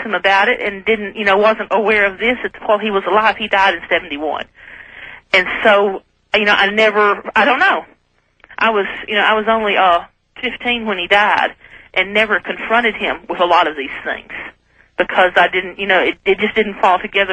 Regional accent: Alabama, United States; moved away; Okay, I'm in Georgia, but at that time I was born and raised in North Alabama, Coleman County.

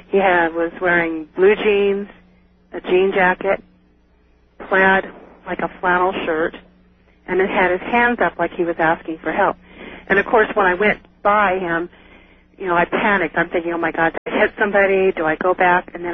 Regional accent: Salinas, California, United States; moved away; Well, I moved from Salinas about 5 years ago.

